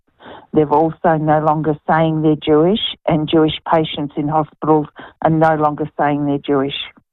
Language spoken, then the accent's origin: English; Melbourne, Victoria, Australia; now in New Zealand; And I was brought up in Melbourne and have a lot of Jewish friends.